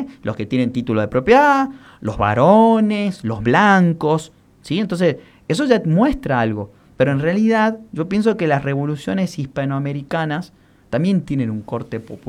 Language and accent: Spanish; Argentina; ¿Desde cuándo somos argentinos?